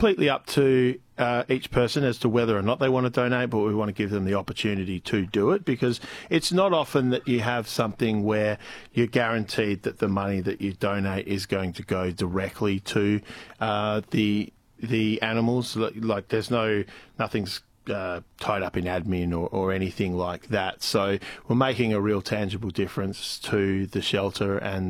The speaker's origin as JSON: {"language": "English", "town": "Albany", "region": "Western Australia", "country": "Australia", "tie": "born or raised there", "said": "growing up in Albany."}